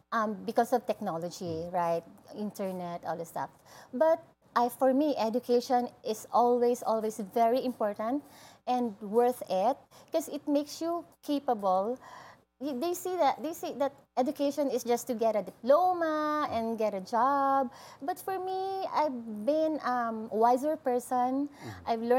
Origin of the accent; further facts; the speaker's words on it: Puerto Princesa, Mimaropa, Philippines; I was born and been raised in Puerto Princesa, Palawan. I grew up there. From childhood, I've been so competitive.